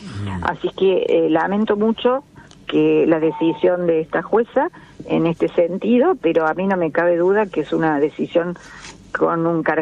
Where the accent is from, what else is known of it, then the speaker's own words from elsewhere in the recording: Córdoba, Argentina; yo por ejemplo soy cordobesa